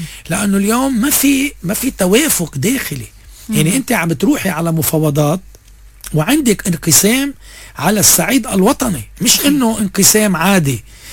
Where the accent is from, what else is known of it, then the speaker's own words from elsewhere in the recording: Lebanon; نحن هلا لبنانيين